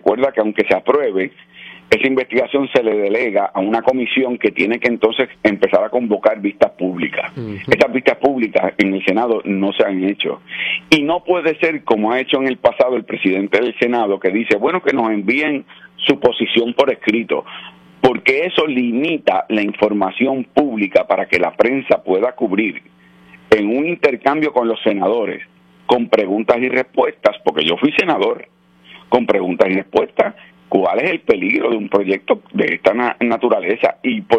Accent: Puerto Rico; los que somos los puertorriqueños

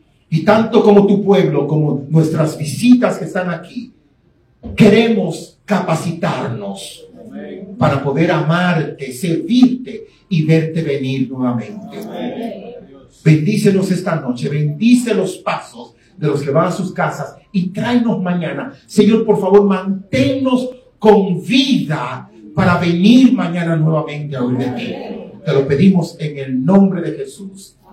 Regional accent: Colombia; Ya tú eres dominicano, yo soy colombiano

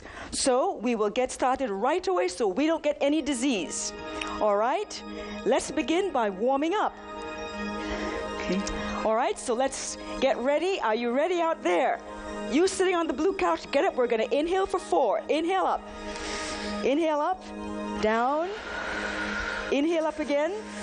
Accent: Boston, Massachusetts, United States; I am a physician from Boston.

